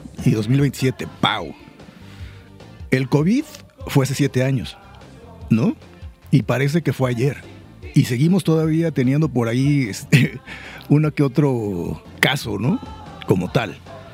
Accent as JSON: {"language": "Spanish", "town": "San Andrés Tuxtla", "region": "Veracruz", "country": "Mexico", "tie": "born or raised there", "said": "Nacida en los Tuxtlas, en San Andrés, en mi tierra, y de toda la vida."}